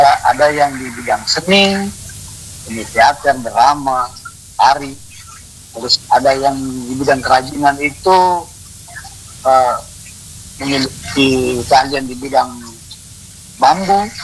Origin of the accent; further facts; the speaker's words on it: Larantuka, East Nusa Tenggara, Indonesia; Selama saya lahir dan besar di kota Larang Tuka